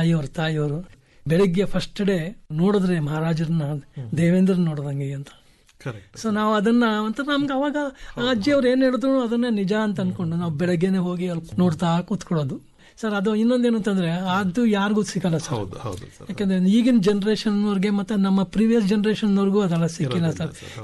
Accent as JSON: {"language": "Kannada", "town": "Mysore", "region": "Karnataka", "country": "India", "tie": "born there"}